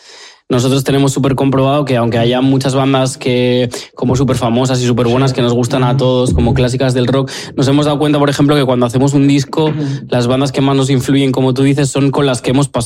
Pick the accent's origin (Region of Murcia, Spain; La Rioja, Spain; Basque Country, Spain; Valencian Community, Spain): Basque Country, Spain; Vitoria-Gasteiz; nosotros que somos de Gasteiz.